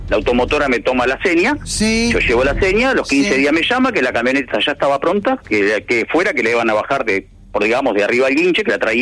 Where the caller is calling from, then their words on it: Montevideo, Uruguay; De acá de Montevideo.